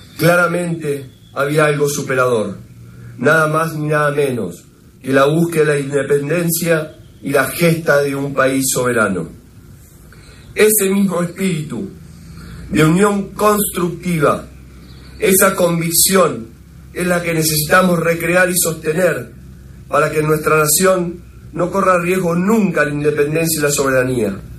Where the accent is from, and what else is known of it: Argentina